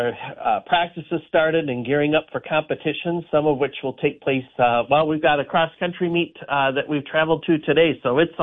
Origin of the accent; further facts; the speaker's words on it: Deer River, Minnesota, United States; born there; also born or lived in Michigan; So originally I'm from Michigan. My family moved to Minnesota in 1977, and I started fourth grade in Deer River. But in Michigan, I had it pretty good before kindergarten.